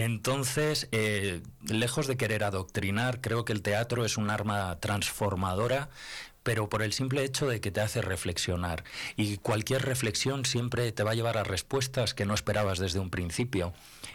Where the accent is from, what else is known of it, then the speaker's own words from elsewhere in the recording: Palencia, Castile and León, Spain; la directora de casting va a saber que soy de Palencia con P antes de que empiece la separata. Bueno, pues venir a Palencia es el triple de gratificante para mí que cualquier otra plaza.